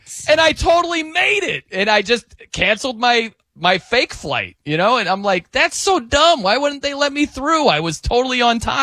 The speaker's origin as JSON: {"language": "English", "region": "Indiana", "country": "United States", "said": "I'm from Indiana and I was working in New York at the time."}